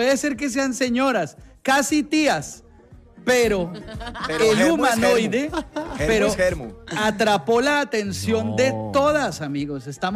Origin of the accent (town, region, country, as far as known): Colombia